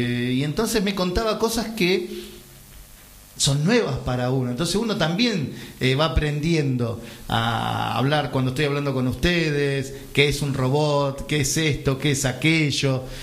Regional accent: Boulogne Sur Mer, Buenos Aires Province, Argentina; Un orgullo para todos los que somos de Boulogne y también para los que somos de San Isidro.

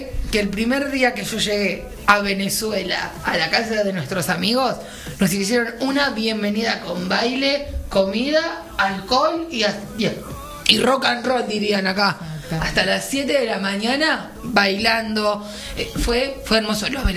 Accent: Argentina; nosotros los argentinos

